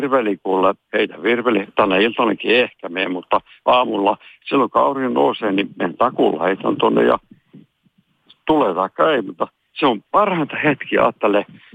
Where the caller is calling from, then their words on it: Hämeenkyrö, Pirkanmaa, Finland; se on meiltä vain tuolta Hämeenkyröstä